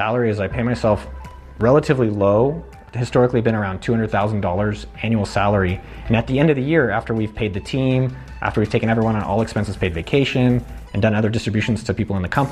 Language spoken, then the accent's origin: English; San Jose, California, United States; I grew up in San Jose, California.